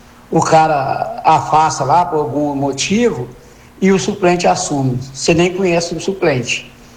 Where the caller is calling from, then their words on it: Goiás, Brazil; Sou do Garavé, mas estou falando vizinho, do Nova Suíça.